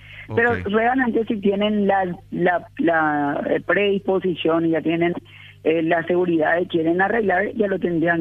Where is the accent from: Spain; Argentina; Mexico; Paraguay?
Paraguay; tenemos como paraguayos una memoria muy corta